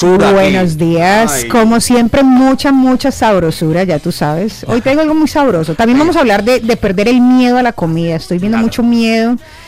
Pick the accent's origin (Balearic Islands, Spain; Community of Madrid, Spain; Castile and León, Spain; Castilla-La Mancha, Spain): Balearic Islands, Spain; Mallorca; Mallorca es algo multicultural